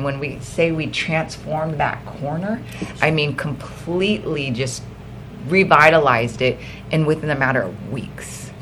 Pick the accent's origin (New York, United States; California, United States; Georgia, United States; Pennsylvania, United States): California, United States; San Bernardino; Well, I'm from San Bernardino. I'm from here. I've been here since 84. My father was in the military as well, so that's what brought my family here. My dad was in the Air Force. I went to Cajon High School.